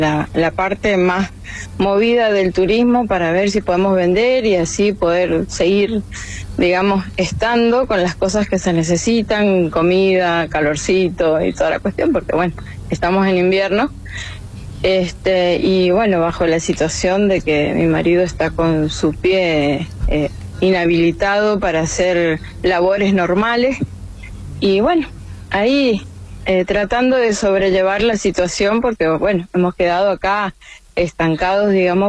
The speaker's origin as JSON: {"language": "Spanish", "region": "Tierra del Fuego", "country": "Argentina", "moved": "as an adult", "said": "nosotros somos de Tierra del Fuego, la idea es conocer Argentina. Hace 3 años para 4 ya que salimos desde Tierra del Fuego"}